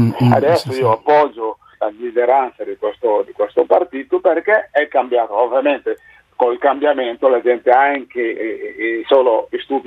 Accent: Guinea; Italian is a second language; moved away; mi ha portato ad essere persona non grata nel mio paese, sì, in Guinea, sì.

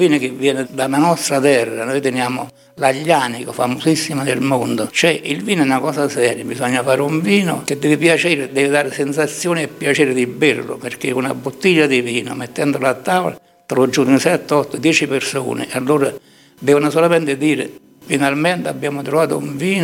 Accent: Taurasi, Campania, Italy; Io sono nato qua a Taurasi e sono vissuto qua, ho stato qua

